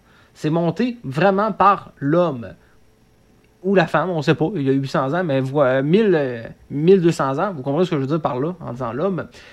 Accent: Quebec, Canada; chez nous, au Québec.

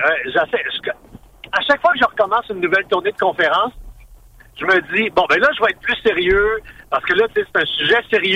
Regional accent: Montreal, Quebec, Canada; Et ma famille vient de l'Abitibi du Témiscamingue. J'ai été élevé à Montréal, là

